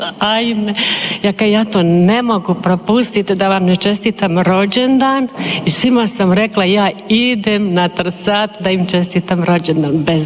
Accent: Skrad, Primorje-Gorski Kotar County, Croatia; dolazim iz Krada. Imali smo misu u župi Svetog Ante u Skradu 10:30

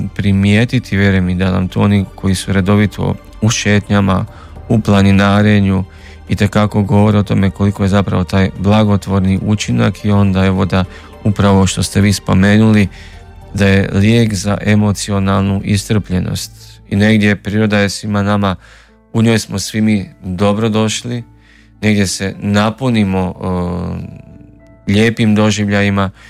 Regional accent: Babska, Vukovar-Syrmia County, Croatia; Da, postoji, rodom sam iz mjesta Babska gdje rad odlazi, gdje žive i moji.

